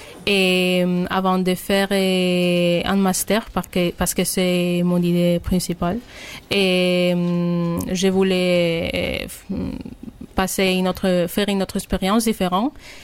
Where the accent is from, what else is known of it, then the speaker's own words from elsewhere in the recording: Segovia, Castile and León, Spain; French is a second language; moved away as an adult; now in Nîmes, France; je viens d'Espagne, de Segovia, c'est une province à côté de Madrid.